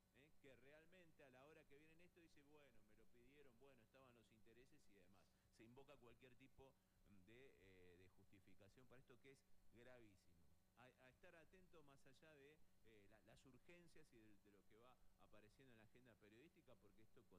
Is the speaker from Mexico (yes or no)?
no; Patagonia, Argentina; no solamente como argentinos, sino también como patagónicos.